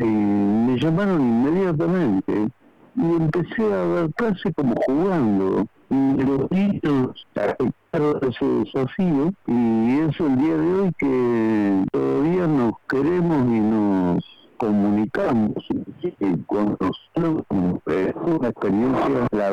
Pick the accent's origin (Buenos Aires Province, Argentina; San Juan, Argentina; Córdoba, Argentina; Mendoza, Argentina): Buenos Aires Province, Argentina; Azul; yo soy de Azul, del interior